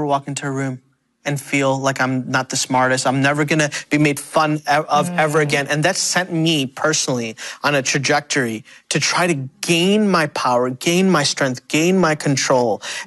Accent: India; So I'm Indian. My grandparents are missionaries in India.

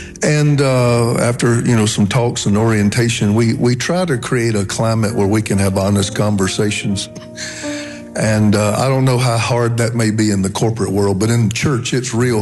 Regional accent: the South, United States; now in San Francisco Bay Area, United States; I come from the South

